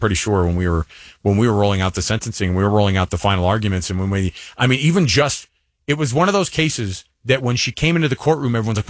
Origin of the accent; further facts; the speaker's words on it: Seattle, Washington, United States; I went back to my hometown in Seattle a couple of years ago